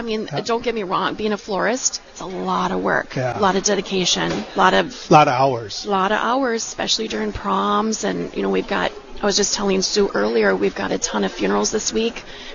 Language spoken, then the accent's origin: English; Lake Park, Minnesota, United States; My hometown is, like, my hometown. You know, it's a special place.